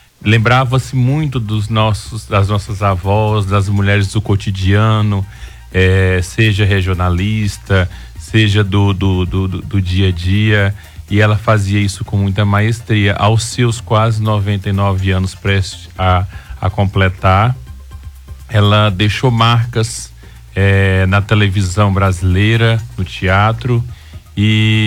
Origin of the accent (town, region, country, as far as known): Brazil